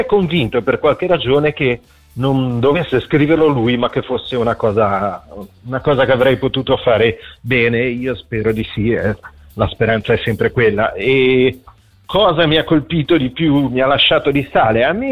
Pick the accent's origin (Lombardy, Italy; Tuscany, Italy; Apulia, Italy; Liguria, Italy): Liguria, Italy; Genoa; sai, sono di Genova, noi siamo un po' più distaccati, diciamo così.